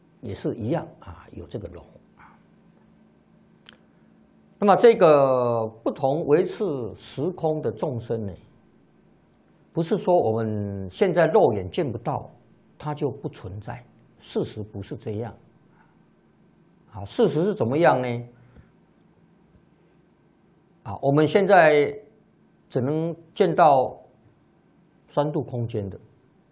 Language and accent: Chinese; China; 在我们中国人心目当中呢